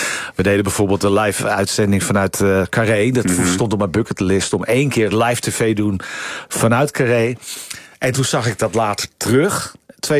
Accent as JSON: {"language": "Dutch", "town": "Purmerend", "region": "North Holland", "country": "Netherlands", "tie": "born there", "said": "Ik ben geboren in Purmerend. Nou, elke Nederlands goochelaar woonde geloof ik in Purmerend."}